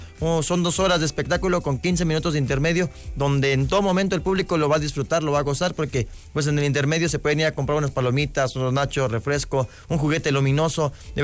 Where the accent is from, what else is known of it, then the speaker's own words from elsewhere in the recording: Lima, Peru; moved away; a nosotros los payasos somos de Lima, Perú